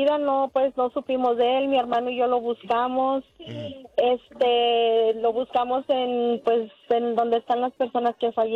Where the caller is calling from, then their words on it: Chihuahua, Mexico; yo soy del estado de Chihuahua